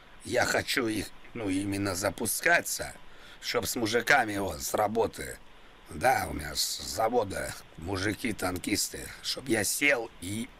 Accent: Moscow, Russia; accent: Moscow; Я коренной москвич, это по акценту, я думаю, всем понятно. Москвич я, москвич. У меня с детства Москва.

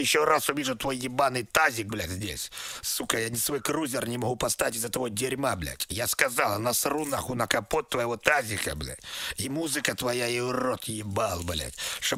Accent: Moscow, Russia; Я москвич коренной, я не замкат, все нормально. Я москвич коренной. Я живу напротив башни Останкино.

